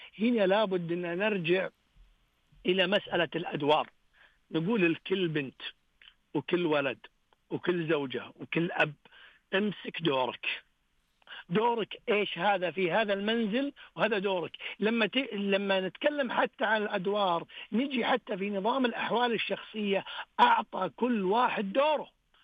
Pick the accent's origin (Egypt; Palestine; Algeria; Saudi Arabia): Saudi Arabia; عندنا في المملكة العربية السعودية